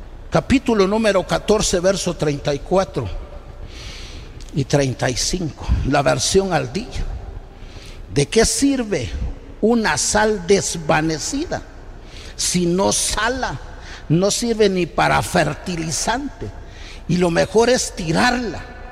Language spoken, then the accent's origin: Spanish; Guatemala; Soy guatemalteco.